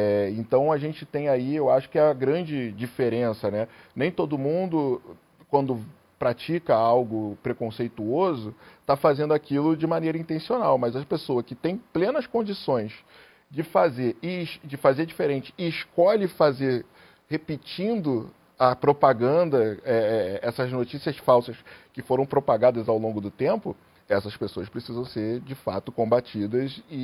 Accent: Rio de Janeiro, Brazil; Eu sou carioca, então carioca fala palavrão.

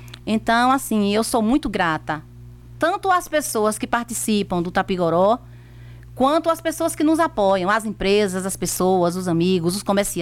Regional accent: Brazil; Eu sou brasileira, também sou brasileira

